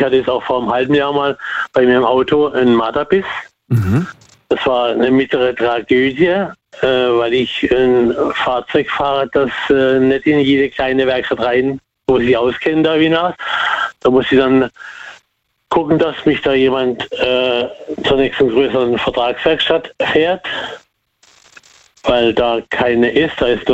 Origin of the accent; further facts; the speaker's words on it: Muggensturm, Baden-Württemberg, Germany; Ja, ich komme aus Muggensturm.